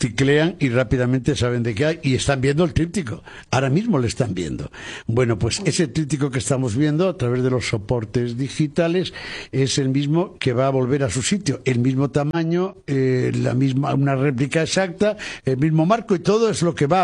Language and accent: Spanish; Tamames, Castile and León, Spain; Resulta que en mi pueblo, en Tamames, que están entre sierras, que es la puerta a la Sierra de Francia, hubo un personaje, un paisano